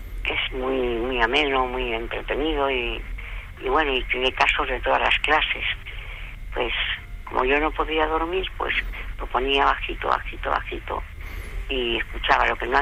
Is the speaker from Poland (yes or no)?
no; Riaza, Castile and León, Spain; Yo soy de Riaza, de Segovia, sí.